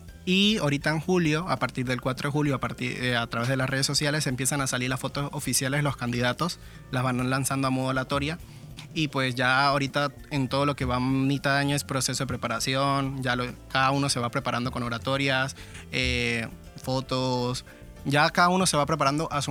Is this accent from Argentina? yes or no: no; Venezuela; now in Villajoyosa, Spain; soy venezolano, me encanta mi país